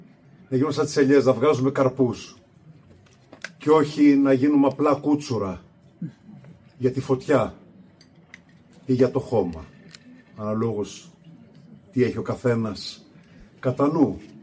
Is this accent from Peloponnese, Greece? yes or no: yes; Monemvasia, Peloponnese, Greece; moved away as an adult; now in Pachia Rachi, Aegina, Greece; Εγώ είμαι από τη Μονεβασιά.